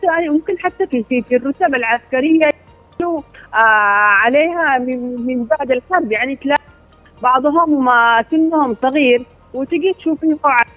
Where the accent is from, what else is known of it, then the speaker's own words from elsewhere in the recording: Aden, Yemen; نحن أبناء عدن ما يعتمدون إلا على رواتبهم.